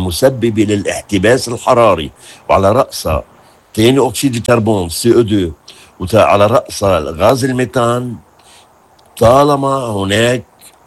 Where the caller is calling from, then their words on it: Lebanon; لبنان يعطي المثل والمثال مع أنه كمية صغيرة وعدد سكاننا صغير